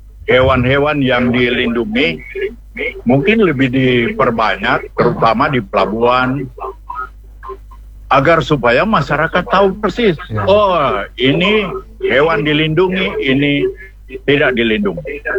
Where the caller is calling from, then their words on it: Bitung, North Sulawesi, Indonesia; Orang warga kita, warga Bitung